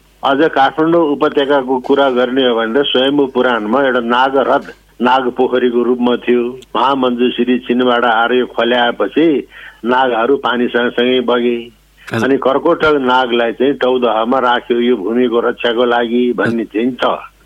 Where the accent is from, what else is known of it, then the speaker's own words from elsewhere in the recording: Yangjakot, Gandaki Province, Nepal; मेरो गाउँ कास्की मादी गाउँपालिकाको वडा नम्बर 3 याङ्जोकोट हो